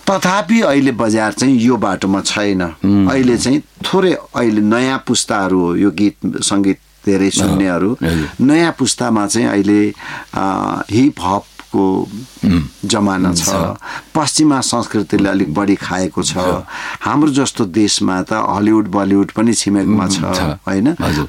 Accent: Itahari, Koshi Province, Nepal; born there; also born or lived in Hedangna; म यो परिवेशमा हुर्किएको हुँ यसरी, होइन हेदाङनादेखि म जुन इटहरी आसपासमा बसेँ आएर हुर्किएँ

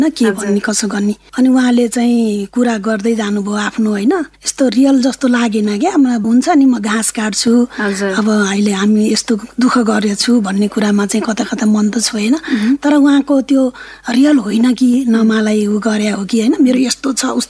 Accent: Pokhara, Gandaki Province, Nepal; कुमारी मुहाँको कोखबाट 2024 साल मङ्सिर 9 गते जन्म भएको हो। मेरो जन्मस्थान लेक साइड भन्छ, बैदाम पोखरा।

